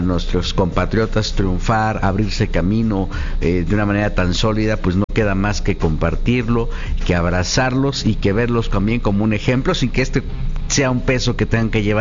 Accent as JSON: {"language": "Spanish", "country": "Mexico", "said": "en la manera en la que nos reivindican como mexicanos trabajadores, emprendedores, visionarios y gente que nunca se ha cansado de luchar"}